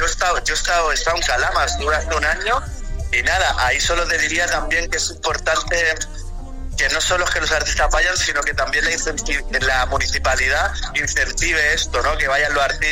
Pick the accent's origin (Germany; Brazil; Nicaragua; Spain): Spain; moved away as an adult; now in Chile; Yo soy español, como pueden escuchar, pero vivo en Chile. Pasa que ahora estoy visitando a la familia